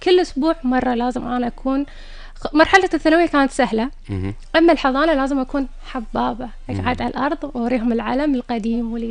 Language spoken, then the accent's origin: Arabic; Kuwait; احنا كلنا الكويتيين